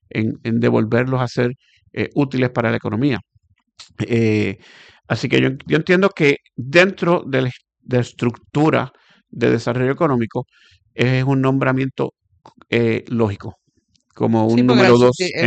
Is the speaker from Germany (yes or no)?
no; Puerto Rico; como puertorriqueños queremos lo contrario